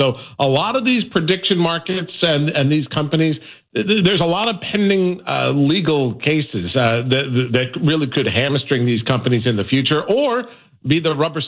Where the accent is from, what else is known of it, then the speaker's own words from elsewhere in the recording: New England, United States; moved away; I'm from New England originally